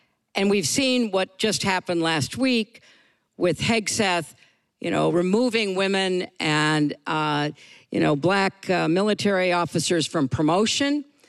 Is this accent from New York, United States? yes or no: yes; New York, United States; But I'm not a Mainer. I'm a New Yorker.